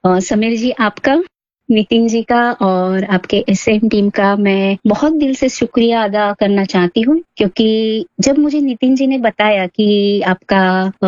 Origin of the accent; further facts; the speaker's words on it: Ahmednagar, Maharashtra, India; वैसे मेरा जन्म जो है वो अहमदनगर, यानी अभी का जो अहिल्या नगर है, नाम चेंज हो गया है उसका, तो मैं अहमदनगर से हूँ।